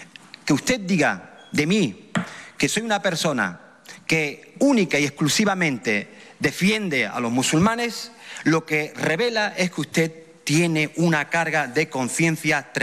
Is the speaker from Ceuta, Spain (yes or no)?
yes; Ceuta, Spain; born there